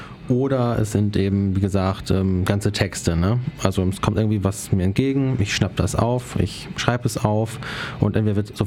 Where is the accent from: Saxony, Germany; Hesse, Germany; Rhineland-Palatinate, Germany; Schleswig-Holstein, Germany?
Schleswig-Holstein, Germany; Ich bin Schriftsteller und Lyriker, 27 Jahre alt. Ich komme aus der Nähe von Lübeck, ne, also da Schleswig-Holstein. Wohne dort in einem wunderschönen kleinen Dorf namens Ritzerau.